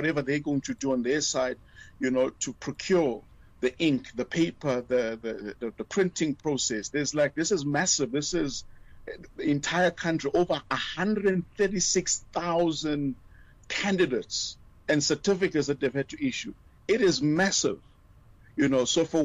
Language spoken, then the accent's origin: English; South Africa; as South African citizens